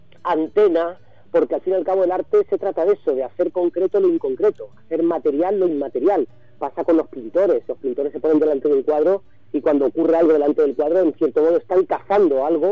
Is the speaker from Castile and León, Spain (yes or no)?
no; Málaga, Andalusia, Spain; now in Madrid, Spain; soy un malagueño que vive en Madrid desde hace ya 35, 40 años